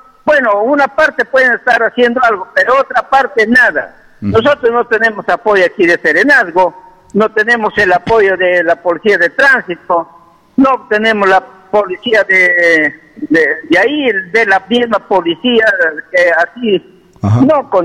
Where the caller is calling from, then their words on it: Bagua Province, Amazonas, Peru; aquí en nuestra provincia de Bagua